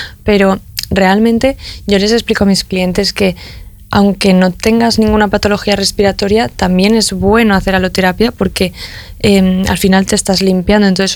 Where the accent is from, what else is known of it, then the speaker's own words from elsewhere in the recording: La Rioja, Spain; moved away; montarlo en mi pueblo también, que es mi familia, vive en La Rioja